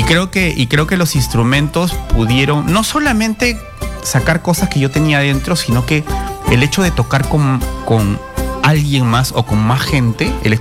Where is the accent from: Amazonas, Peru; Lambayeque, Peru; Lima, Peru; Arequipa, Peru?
Arequipa, Peru; somos de Arequipa.